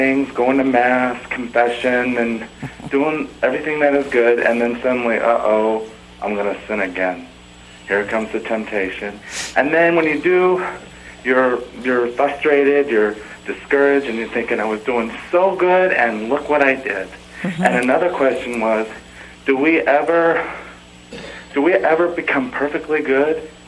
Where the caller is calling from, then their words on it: Florida, United States; I'm from Florida.